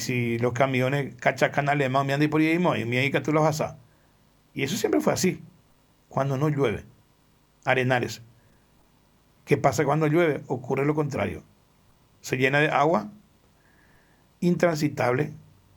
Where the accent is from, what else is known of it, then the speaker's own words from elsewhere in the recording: Pilar, Ñeembucú, Paraguay; nosotros que somos acá de Pilar